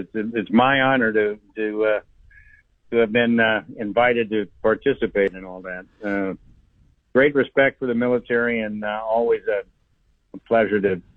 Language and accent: English; Chicago, Illinois, United States; I'm from Chicago and I have a theater company there